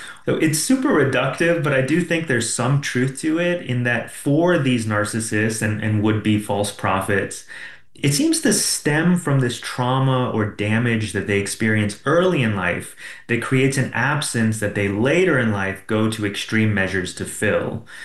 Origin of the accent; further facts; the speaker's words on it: Phoenix, Arizona, United States; now in Reno, United States; growing up in Phoenix